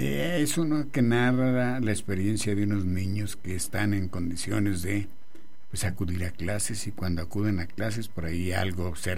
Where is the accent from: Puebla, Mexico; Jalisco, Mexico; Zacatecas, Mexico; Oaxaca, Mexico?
Zacatecas, Mexico; cómo somos los zacatecanos